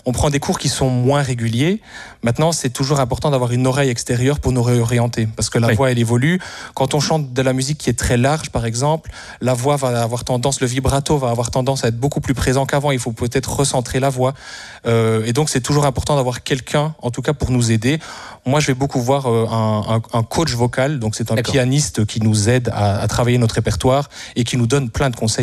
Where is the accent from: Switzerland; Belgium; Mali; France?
Belgium; Gesves, Wallonia; moved away; Je n'y habite plus. J'ai grandi à Gèves.